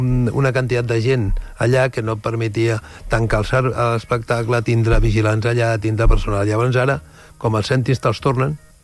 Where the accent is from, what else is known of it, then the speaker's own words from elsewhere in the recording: Catalonia, Spain; Sóc català, sóc patidor.